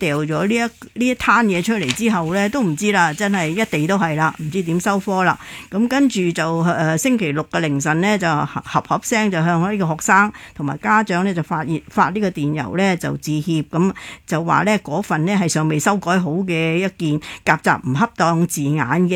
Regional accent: Hong Kong; 作为香港人

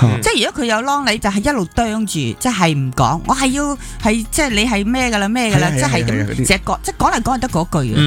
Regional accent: Hong Kong; 我哋香港人成日逼嚟逼去噶。

